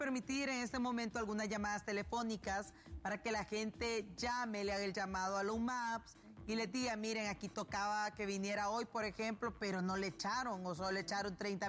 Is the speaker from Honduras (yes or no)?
yes; Tegucigalpa, Francisco Morazán, Honduras; A nosotros nos molestan mucho a quienes somos capitalinos porque nos dicen que no tenemos agua.